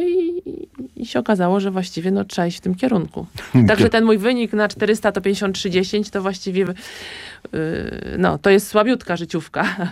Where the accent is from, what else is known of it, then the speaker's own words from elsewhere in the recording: Łódź, Łódź Voivodeship, Poland; Zawsze mieszkałam w Łodzi, jestem rodowitą łodzianką